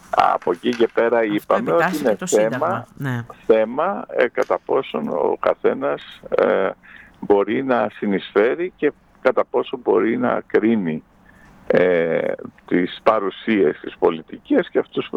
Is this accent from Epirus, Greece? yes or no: no; South Aegean, Greece